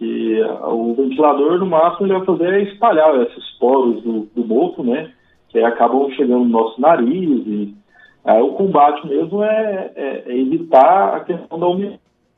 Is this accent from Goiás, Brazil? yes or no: yes; Goiás, Brazil; Eu sou aqui do estado de Goiás